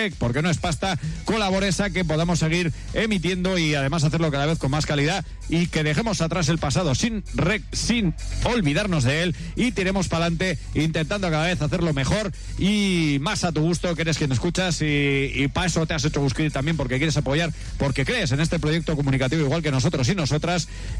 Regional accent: Lerín, Navarre, Spain; soy de Lerín

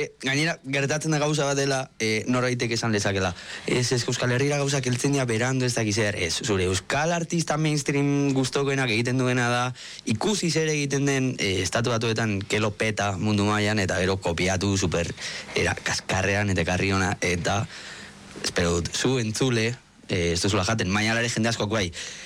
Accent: Vitoria-Gasteiz, Basque Country, Spain; Ala behirratian gaude, Gasteizen, honi Gasteiztarra naiz

